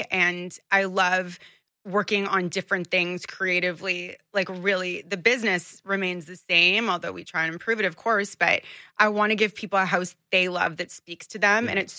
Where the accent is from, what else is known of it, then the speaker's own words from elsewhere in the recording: Toronto, Ontario, Canada; now in Costa Rica; Growing up in Toronto, our weather is so extreme.